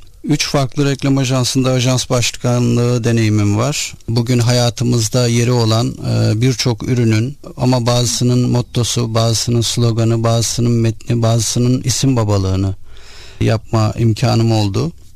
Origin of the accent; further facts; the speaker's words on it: Istanbul, Turkey; born there; ben 1973 yılında İstanbul'da doğdum.